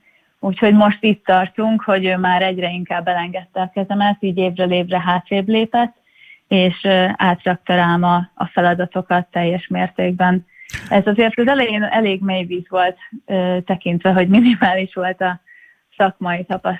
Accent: Békéscsaba, Békés, Hungary; Igen, én Békés Csabai vagyok.

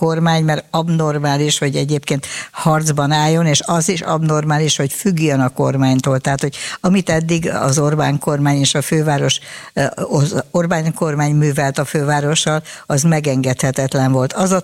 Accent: Budapest, Hungary; én nekem kívülállóként és budapestiként az az érdekem, hogy az én kormányom legyen jobb az én fővárosommal, mert akkor nekem itt lakóként akkor lesz jó a helyzetem.

